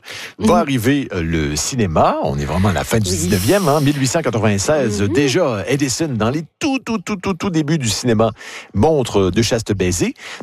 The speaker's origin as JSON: {"language": "French", "region": "Quebec", "country": "Canada", "said": "Le French kiss qui va devenir chez nous, au Québec, on dit le necking."}